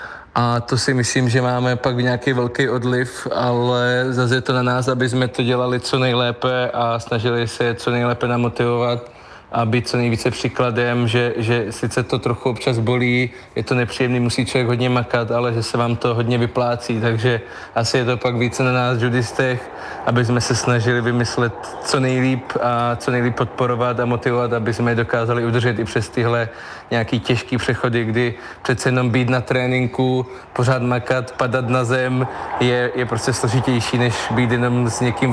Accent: Zlín Region, Czechia; že jsem mohl nést vlajku ještě za Zlínský kraj, jsem hrdý na to, odkud pocházím

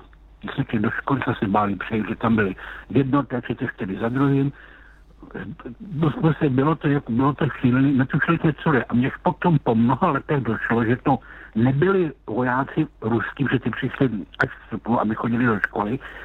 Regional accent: Lysá nad Labem, Central Bohemian Region, Czechia; Já jsem z Lise nad Labem. A kdo ví, tak kousek od Lise nad Labem je s tou Milovice.

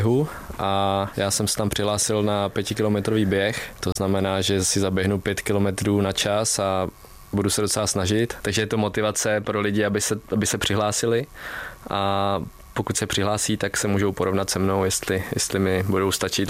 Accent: Vysočina Region, Czechia

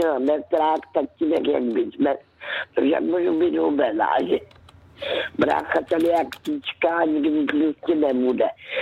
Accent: Karolinka, Zlín Region, Czechia; já jsem dcerka z Valašska, kde se narodila v Karolince, kde je hrozně pěkné, aspoň mi se tam vždycky líbilo

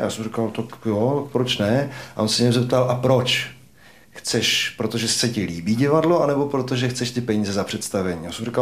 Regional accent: Prague, Czechia; born there; Ano, já jsem se narodil v Praze, protože těsně předtím, než jsem se narodil, tak můj táta se z Mostu přesunul do Prahy

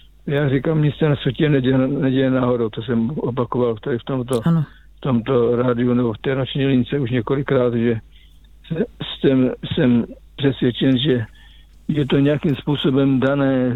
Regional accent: Žeravice, South Moravian Region, Czechia; now in Kopřivnice, Czech Republic; já jsem teda z Kopřivnice, ale vyrůstal jsem v Žeravicích, takže to je 6 km od Brzence.

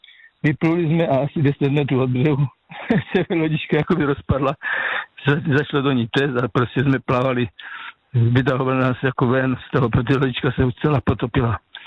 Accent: Žeravice, South Moravian Region, Czechia; že pocházím z Moravskoslovácka, z městečka Žeravice, to je mezi Kyjovem a Mzencem.

